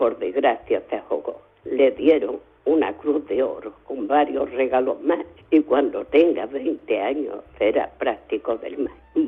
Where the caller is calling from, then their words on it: Algeciras, Andalusia, Spain; Buenos días … de Algeciras.